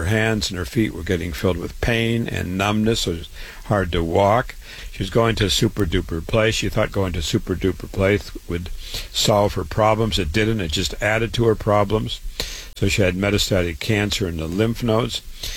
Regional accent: Waterloo, Iowa, United States; I was born and raised in Waterloo, Iowa.

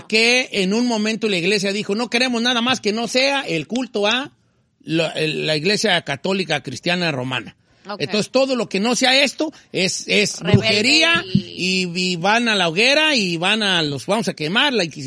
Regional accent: Mexico; no como los mexicanos que somos pues de muchos de los nahuas y mayas y zapotecas y mixtecas

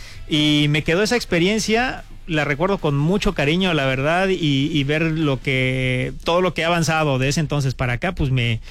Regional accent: Coyuquilla Norte, Guerrero, Mexico; mi pueblo, Coyuquilla Norte, un pueblo hermosísimo en la Costa Grande, aquí del estado de Guerrero, perteneciente al municipio de Petotlán

